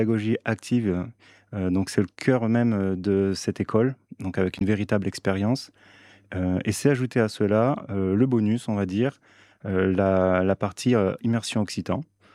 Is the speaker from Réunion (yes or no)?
yes; Réunion; first language French; now in Albi, France; Non, parce qu'en fait, moi, je viens de l'île de la Réunion. Donc, je suis plus sur les langues créoles. Et c'est vrai que, donc, depuis petit, c'est la langue française en priorité.